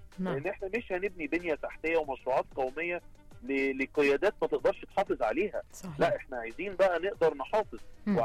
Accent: Egypt

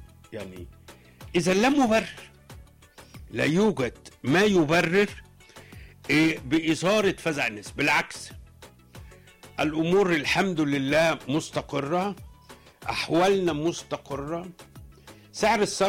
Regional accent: Egypt; سيبك ان ده ضد عقيدتنا حتى كمصريين

